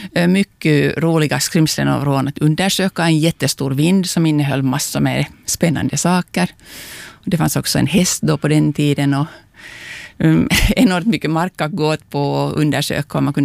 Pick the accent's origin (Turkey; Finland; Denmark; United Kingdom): Finland; Southwest Finland; born there; de hade flyttat ut dit och där föddes jag sen.